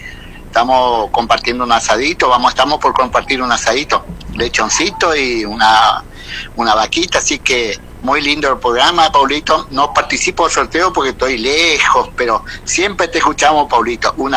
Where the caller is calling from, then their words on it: El Dorado, Misiones, Argentina; del Dorado.